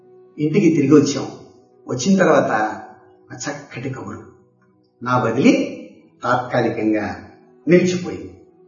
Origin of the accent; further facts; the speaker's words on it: Kolamuru, Andhra Pradesh, India; 1963 నా చిన్నతనం. రాజమహేంద్రికి సమీపంలో ఉన్నటువంటి మా స్వగ్రామం కోలమూరు.